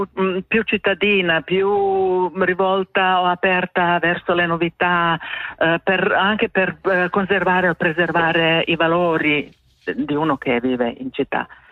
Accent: Bosnia & Herzegovina; also born or lived in Sarajevo; io sono nata in Jugoslavia, ho vissuto la maggior parte della mia vita in Jugoslavia

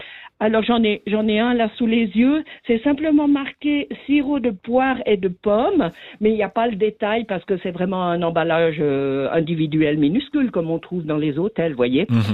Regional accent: Switzerland; donc moi je suis pas, je suis Suissesse, hein

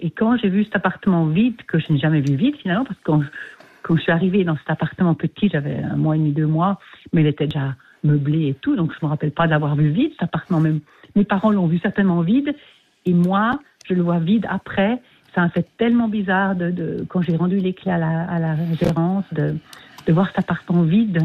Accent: Geneva, Switzerland; born there; moved away; j'étais adoptée, j'avais un mois et demi. Je suis née à Genève

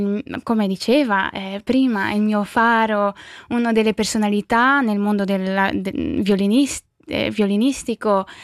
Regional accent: Lugano, Ticino, Switzerland; con un'orchestra che ha accompagnato la mia vita sin da piccola è un'opportunità molto speciale. Io ho vissuto a Lugano da tutta la mia vita

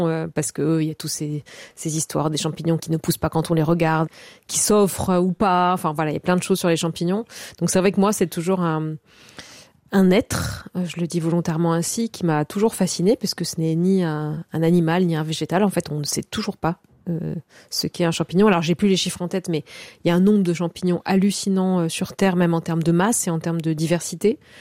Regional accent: Corsica, France; Puisque moi je suis donc originaire de Corse et de moyenne montagne, de Castagniccia.

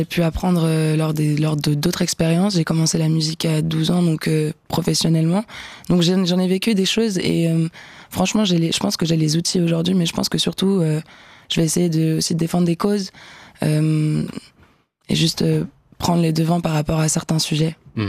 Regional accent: Switzerland; il y a eu beaucoup d'ITV où je dis que je suis suisse, que je suis là pour la Suisse aussi

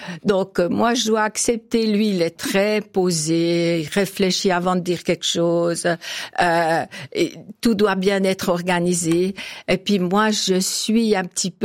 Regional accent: Porrentruy, Jura, Switzerland; also born or lived in France; J'ai grandi à Porrentruy.

